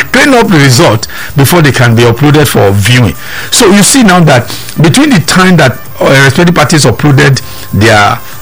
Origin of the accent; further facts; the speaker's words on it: Nigeria; even as I sit here as a Nigerian